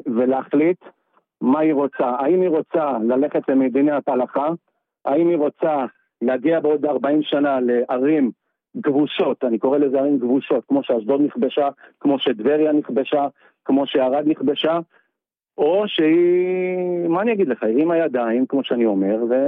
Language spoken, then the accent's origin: Hebrew; Ashdod, Southern District, Israel; אני נולדתי פה, שירתי פה, ההורים שלי, אבא שלי ממרוקו, אמא מאלג'יר, אזרחות צרפתית, כל החיים שלי פה.